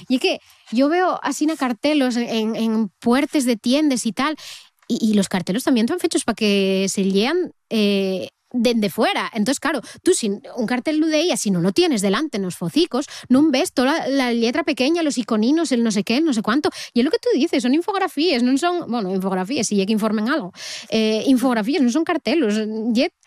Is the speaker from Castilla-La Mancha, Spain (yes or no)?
no; Asturias, Spain; culturas así minoritarias, minorizadas, como puede ser las Asturias, nosotres.